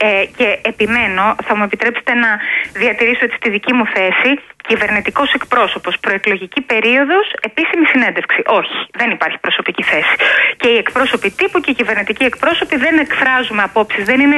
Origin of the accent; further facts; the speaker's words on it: Peloponnese, Greece; Ας συμφωνήσουμε ότι διαφωνούμε, που λένε στο χωριό μου, στη Μάνη